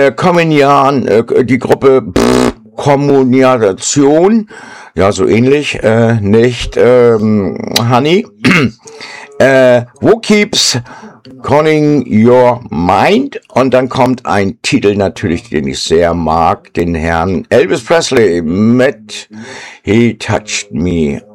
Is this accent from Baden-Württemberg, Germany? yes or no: no; Lägerdorf, Schleswig-Holstein, Germany; dir natürlich auch bei Itzehoe, nämlich in Legerdorf. Genau, auch meine alte Heimat von mir gewesen.